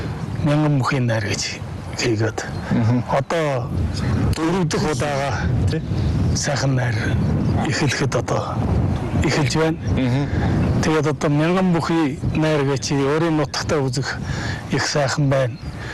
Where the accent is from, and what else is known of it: Hulunbuir, Inner Mongolia, China